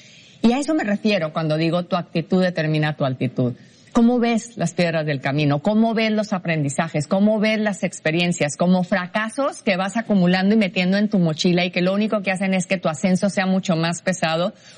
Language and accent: Spanish; Mexico; vengo de México